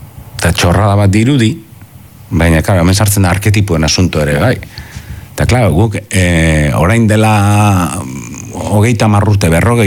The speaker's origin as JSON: {"language": "Basque", "region": "Basque Country", "country": "Spain", "said": "euskalduna naiz, baina baita ere gizon zuri ba naiz"}